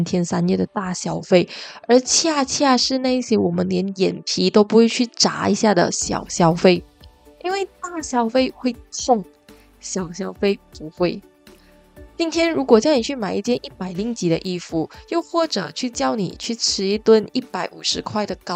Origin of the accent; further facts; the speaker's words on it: Malaysia